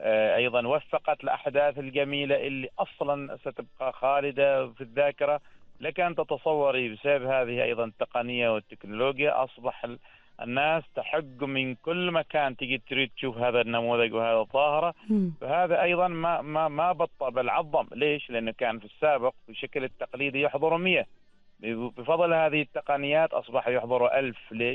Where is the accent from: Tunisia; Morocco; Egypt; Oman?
Oman; now in Nizwa, Oman; بلدنا عمان مزيج من الثقافة ومزيج من الظواهر الاجتماعية المختلفة